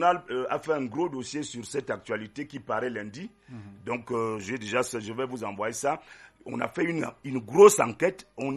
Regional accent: Yaoundé, Centre, Cameroon; Moi, je suis né à Yaoundé, je suis autochtone de Yaoundé.

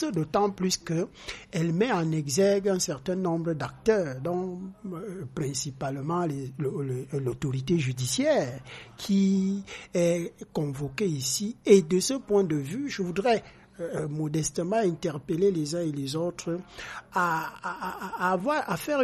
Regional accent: Cameroon; en tant que Camerounais

